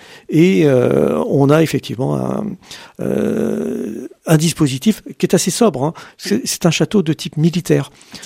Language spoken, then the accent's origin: French; Pays de la Loire, France; born there; Alors moi, de naissance, je suis angevin